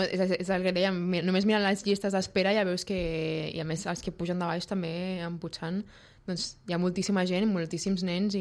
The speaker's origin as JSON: {"language": "Catalan", "town": "Sitges", "region": "Catalonia", "country": "Spain"}